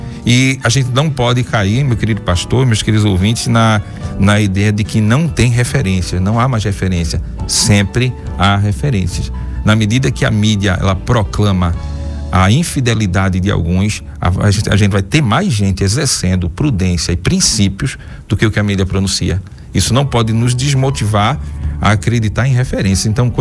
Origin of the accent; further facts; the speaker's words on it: Pernambuco, Brazil; moved away; lá no meu estado, Pernambuco